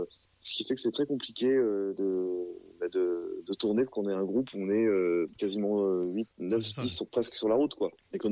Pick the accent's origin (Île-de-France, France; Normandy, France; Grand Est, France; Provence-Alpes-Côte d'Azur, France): Normandy, France; Caen; moved away as an adult; now in Nantes, France; Moi, je suis Normand. Je suis Normand, je suis de Caen. Je suis vraiment à Nantes que depuis 2010, et enfin 2010 non, 2015 et plus précisément.